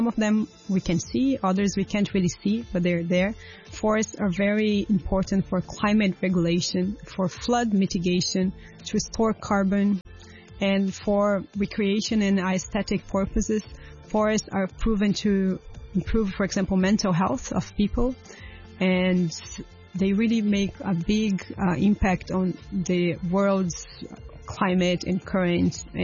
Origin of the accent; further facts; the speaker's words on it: Brazil; English is a second language; moved away as an adult; now in Hong Kong; Yes, so I'm from Brazil. I lived in Brazil during most of my life. I just moved to Hong Kong 4 years ago. And I grew up in the most biodiverse country in the world.